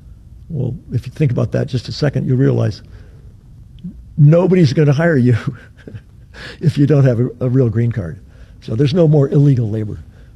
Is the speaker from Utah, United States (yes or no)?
no; Maquoketa, Iowa, United States; now in Cedar Rapids, United States; born in Postville, raised in Maquoketa, live in Cedar Rapids. My first career was as a police officer in my hometown of Maquoketa.